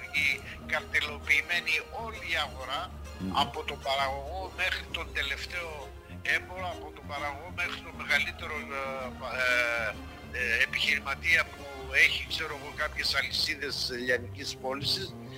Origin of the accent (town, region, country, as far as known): Greece